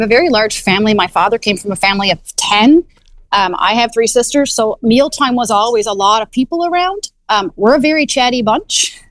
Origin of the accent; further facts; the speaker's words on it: East Coast, Canada; I'm from the East Coast.